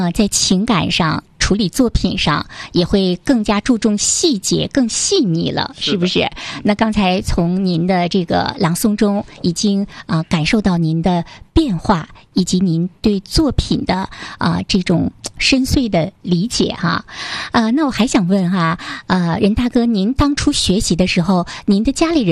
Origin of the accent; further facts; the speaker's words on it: Northeast China, China; 我们东北人